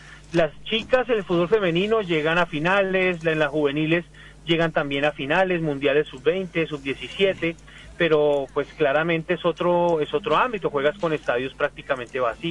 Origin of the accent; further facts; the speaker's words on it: Colombia; ustedes saben cómo somos los colombianos